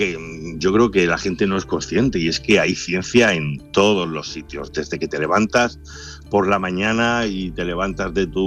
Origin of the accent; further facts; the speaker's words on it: Granada, Andalusia, Spain; muchos de nuestros colaboradores son de Andalucía, yo mismo soy de Granada.